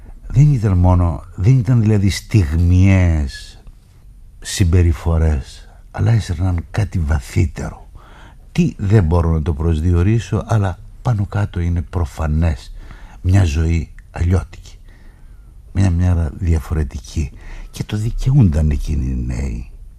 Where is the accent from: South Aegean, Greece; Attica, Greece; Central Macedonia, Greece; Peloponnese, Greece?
Central Macedonia, Greece; born there; από τα παιδικά μου χρόνια στο χωριό, όταν έρχονται τα γρυβάδια και οι γουλιανοί από την Κερκίνη.